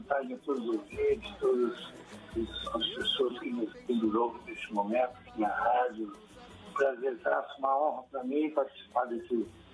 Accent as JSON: {"language": "Portuguese", "region": "São Paulo", "country": "Brazil", "tie": "born there", "said": "ganhar dois sambas de redes da escola de São Bonito de Vila Maria, que é a escola do meu bairro, da onde eu nasci, né?"}